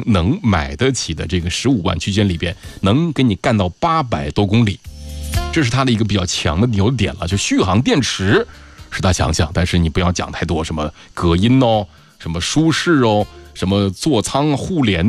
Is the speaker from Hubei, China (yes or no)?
yes; Yichang, Hubei, China; 因为我是宜昌的